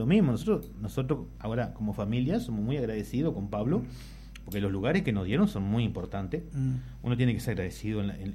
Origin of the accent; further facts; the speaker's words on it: Salto, Uruguay; venimos de Salto.